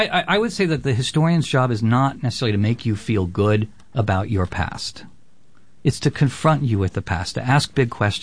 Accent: California, United States; because I grew up in California with Father Sarah, Jimper Sarah, and he has now been canonized.

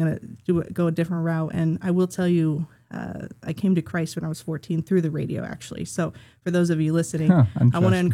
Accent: Santa Rosa, California, United States; now in Sacramento, United States; Actually, I am born and raised from Sonoma County. I I grew up in Santa Rosa predominantly. And so coming out here to Sacramento

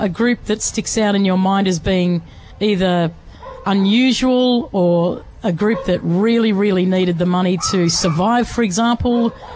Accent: Bega, New South Wales, Australia; here in Bega, my hometown, where I went to school, went to Bega Primary, went to Bega High, started my radio career on what was called 2BE then.

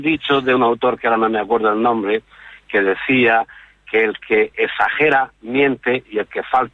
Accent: Region of Murcia, Spain; Perdona que te diga Ángeles porque yo soy murciano, entonces no eso del castellano.

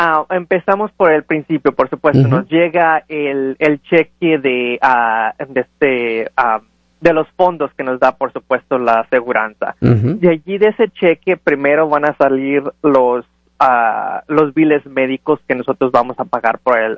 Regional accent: Lázaro Cárdenas, Michoacán, Mexico; Yo soy de Lázaro Cárdenas, Michoacán.

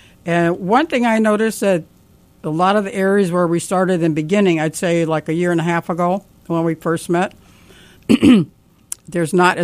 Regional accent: Dubuque, Iowa, United States; now in Peoria, United States; I belonged to a hiking club up in Dubuque, Iowa, my hometown

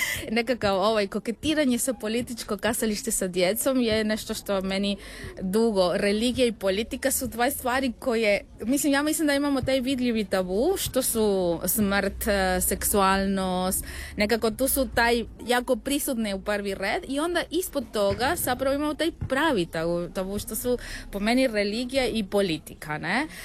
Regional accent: Serbia; Serbian is a second language; dolazim iz Srbija

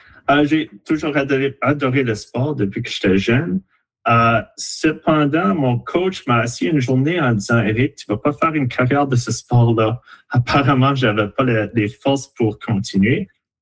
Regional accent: Moncton, New Brunswick, Canada; born there; also born or lived in Saskatchewan; now in Dieppe, Canada; J'ai grandi à Moncton, puis j'ai joué pour l'école de tir. Mais maintenant, j'habite à Dieppe

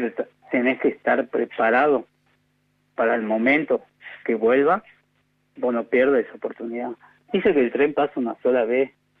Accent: Argentina; Nosotros somos afortunados, los argentinos somos afortunados de vivir en un país grande, en un país que quizá económicamente no está muy bien

